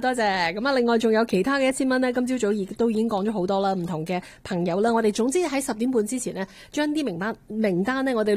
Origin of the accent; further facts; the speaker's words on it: Canada; 我哋加拿大人嘅精神